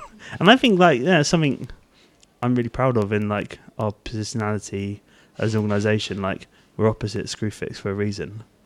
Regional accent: Hastings, South East England, United Kingdom; I think like I grew up in Hastings and. I'd never went to the local institutions growing up.

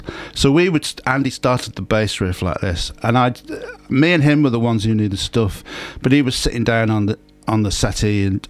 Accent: Liverpool, North West England, United Kingdom; because we're from Liverpool

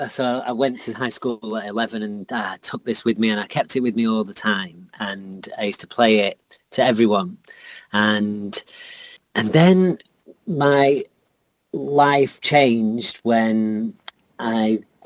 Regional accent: Rochdale, North West England, United Kingdom; also born or lived in Beverley; And I was brought up in the less beautiful North Manchester mill town of Rochdale.

